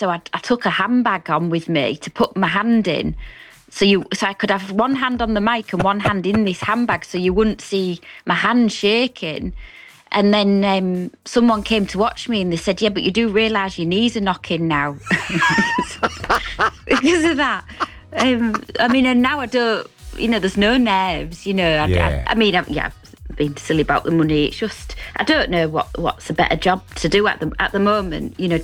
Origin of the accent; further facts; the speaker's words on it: Hull, Yorkshire and the Humber, United Kingdom; accent: Hull; I could only do a Hull accent.